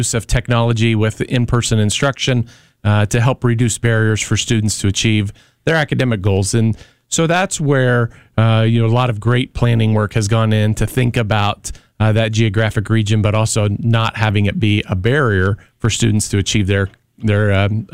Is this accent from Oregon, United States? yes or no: no; Farmington, Illinois, United States; just an hour and a half from where I grew up in Farmington, Illinois.